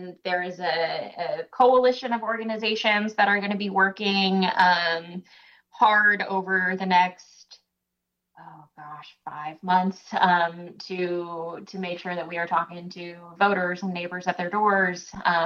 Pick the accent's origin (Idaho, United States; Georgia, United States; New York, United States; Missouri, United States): Missouri, United States; born there; also born or lived in Washington, District of Columbia, United States; It was time after 5 years for me to come back home and hopefully make change in my home state